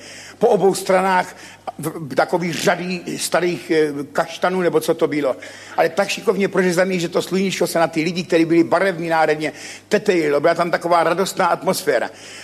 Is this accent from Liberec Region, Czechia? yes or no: no; Ivančice, South Moravian Region, Czechia; jsem z Ivančic, ale nepiju.